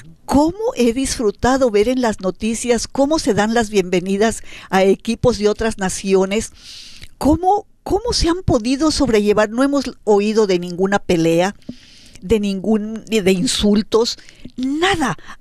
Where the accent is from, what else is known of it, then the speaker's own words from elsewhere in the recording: Mexico; born there; en la nación donde yo nací, en México, había sido conquistada por España.